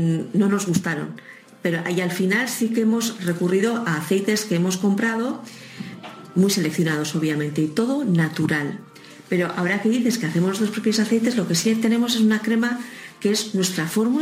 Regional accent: San Sebastián, Basque Country, Spain; nosotros somos de Donosti, somos de Urumea

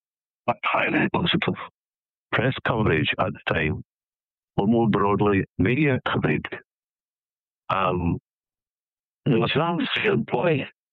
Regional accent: Scotland, United Kingdom

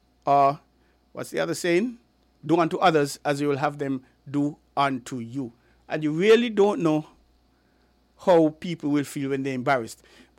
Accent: St. Kitts & Nevis; we're from St. Kitts Nevis

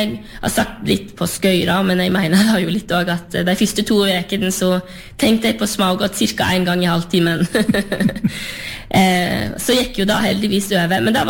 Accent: Luster, Vestland, Norway; og jeg kommer jo fra Sørheim på sørsiden av Lustrafjorden, og etter hvert som jeg har vært større, så oppdaget jeg jo at verden større enn Sørheim

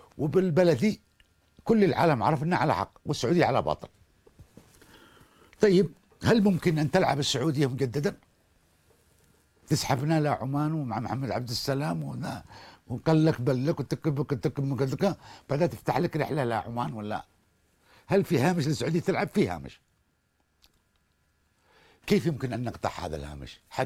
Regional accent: Yemen; كوننا حيثية يمنية بامتياز

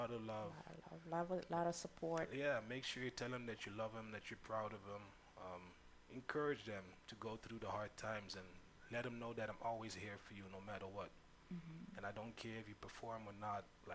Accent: Sint Eustatius, Caribbean Netherlands; hey, I'm from this island. Like, you remember, I'm from Stacia, and they have a lot of talent here.

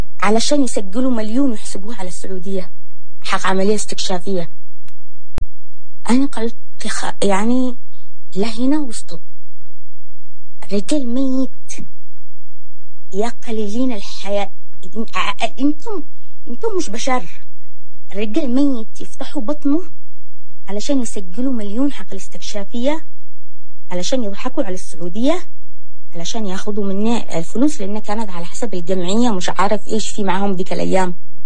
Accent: Taiz, Taiz Governorate, Yemen; وأنا من نصف من تعز

